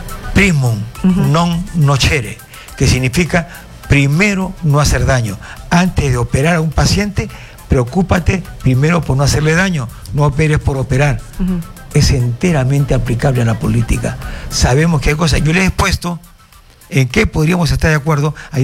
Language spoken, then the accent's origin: Spanish; Peru; also born or lived in Mexico; Pero éramos peruanos y nos juntábamos a conversar.